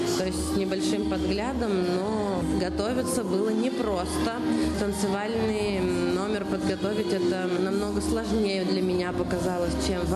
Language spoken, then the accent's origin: Russian; Mari El, Russia; я из Республики Мариэл.